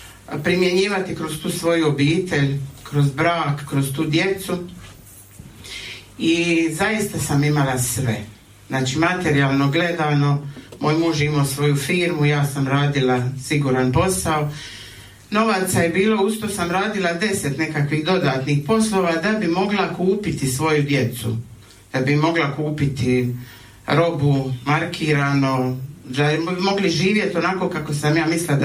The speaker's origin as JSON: {"language": "Croatian", "town": "Dubrovnik", "region": "Dubrovnik-Neretva County", "country": "Croatia", "said": "dolazim iz Dubrovnika."}